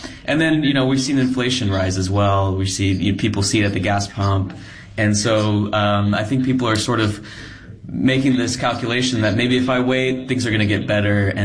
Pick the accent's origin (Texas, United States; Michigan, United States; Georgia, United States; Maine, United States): Texas, United States; Austin; I'm from Austin.